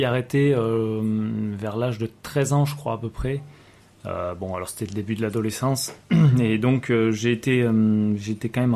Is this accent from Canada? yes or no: no; Aurillac, Auvergne-Rhône-Alpes, France; born there; Mais je suis né à Aurillac, toutefois, et en fait, on est plutôt une famille de musiciens